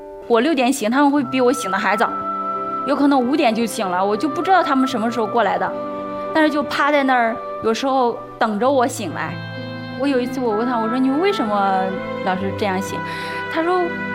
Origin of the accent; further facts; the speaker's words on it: China; moved away as an adult; also born or lived in Shaanxi; 抱着我女儿从陕西然后坐高铁回到我老家的赵国坝，对，就一直住在娘家